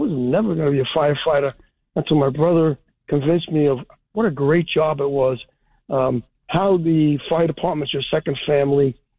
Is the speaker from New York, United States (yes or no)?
yes; New York City, New York, United States; born there; now in Staten Island, United States; I was born in Brooklyn.